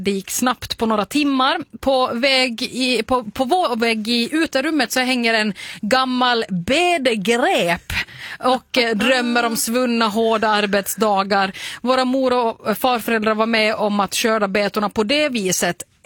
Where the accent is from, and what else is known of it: Finland; moved away